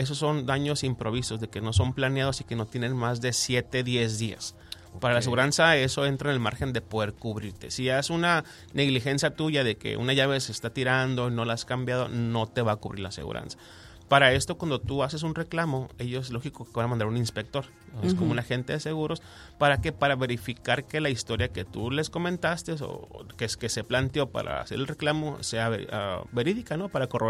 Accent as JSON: {"language": "Spanish", "country": "Mexico", "said": "como buenos mexicanos, no nos gusta usar el seguro."}